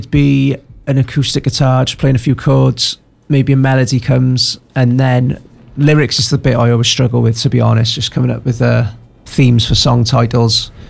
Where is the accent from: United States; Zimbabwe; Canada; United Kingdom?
United Kingdom; Newport, Wales; I suppose I'm from St. Julian's, do you mean? So that's where I grew up, really.